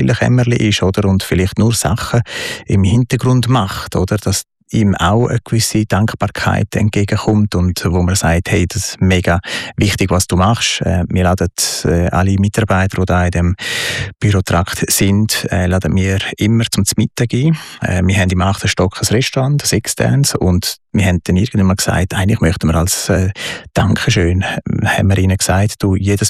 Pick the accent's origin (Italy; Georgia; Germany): Italy; also born or lived in Uster, Switzerland; Und somit bin ich halt gezwungenermaßen in Italien aufgewachsen. Und das ist der italienische Einschlag, den du jetzt vielleicht da so